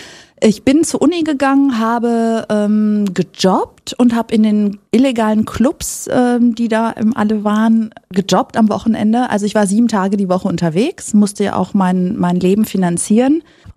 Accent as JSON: {"language": "German", "region": "North Rhine-Westphalia", "country": "Germany", "tie": "born or raised there", "said": "ich bin tatsächlich in Nordrhein-Westfalen geboren und nicht in Griechenland."}